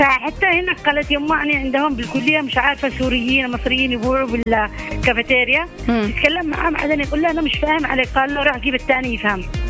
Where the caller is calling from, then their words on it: Aden, Yemen; accent: Adeni; أنا اعتز أني رحت لما بريطانيا أنا اعتز كلامي العدني. نحن العدنيين مميزين